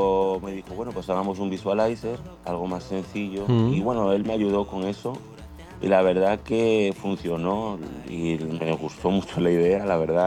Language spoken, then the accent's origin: Spanish; Spain; born there; Donde yo nací es el pulpo, los mariscos, el churrasco.